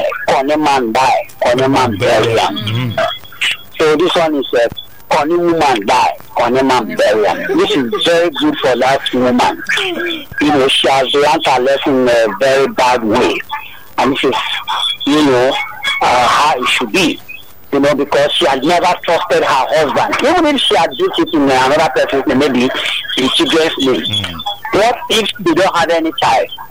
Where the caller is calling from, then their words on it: Abuja, Federal Capital Territory, Nigeria; I'm calling from Abuja